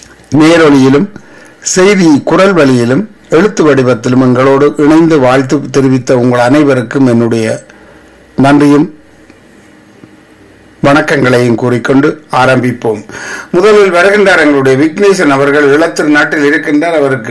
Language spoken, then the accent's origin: Tamil; Sri Lanka; நானும் ஒரு ஈழத்தமிழன் தான், அதனால் அந்நாடு எனக்கு தெரியும்.